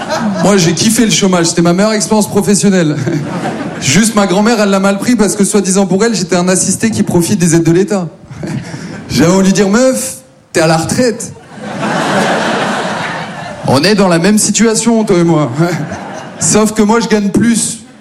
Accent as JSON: {"language": "French", "town": "Maubeuge", "region": "Hauts-de-France", "country": "France", "lives_now": "Paris, France", "said": "Moi je viens de Maubeuge. Ouais, ça met jamais une bête d'ambiance"}